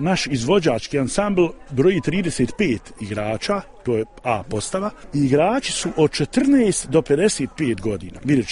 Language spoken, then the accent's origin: Bosnian; Olovo, Federation of Bosnia and Herzegovina, Bosnia & Herzegovina; Mi dolazimo iz Olova, odakle su porijeklom Bošnjaci, Katolici, Hrvati.